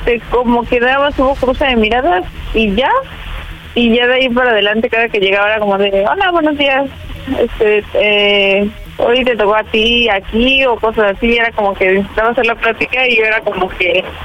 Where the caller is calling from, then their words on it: Mexico City, Mexico; Tengo 29 y soy de la Ciudad de México.